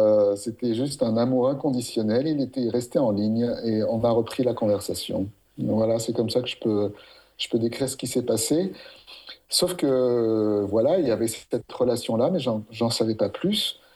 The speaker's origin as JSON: {"language": "French", "town": "Paris", "region": "Île-de-France", "country": "France", "tie": "born there", "said": "j'ai 51 ans, je suis né à Paris, dans une famille très, très diverse. Il y avait de tout. Au niveau de mes grands-parents, il y avait du Piémont italien"}